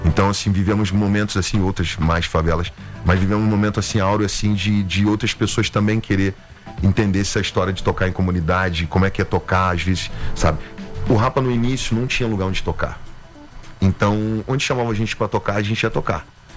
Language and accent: Portuguese; Rio de Janeiro, Brazil; sou carioca